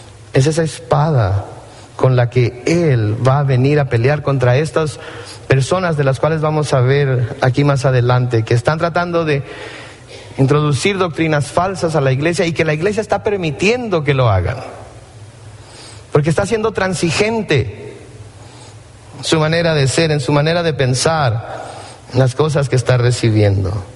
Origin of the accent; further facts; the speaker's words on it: Compton, California, United States; moved away; yo crecí en la ciudad de Campton. Y cuando yo crecí en Campton era una ciudad muy tranquila.